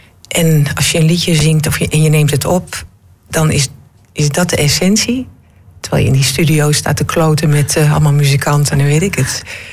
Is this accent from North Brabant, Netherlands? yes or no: no; Almelo, Overijssel, Netherlands; moved away as an adult; also born or lived in Groningen